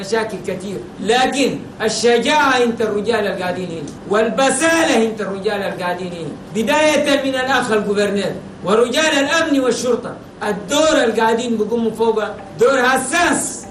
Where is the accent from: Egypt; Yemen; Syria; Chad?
Chad; Wadi Fira; بلدنا تشاد في أمام تحدي، والمنطقة بلتنا أنا وادي فيرا منطقة حساسة، منطقة حدودية